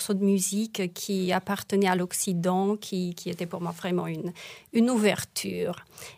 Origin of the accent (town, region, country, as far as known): Romania; moved away